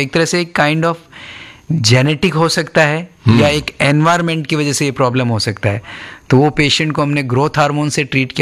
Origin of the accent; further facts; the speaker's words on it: Rajasthan, India; मैं राजस्थान का रहने वाला हूँ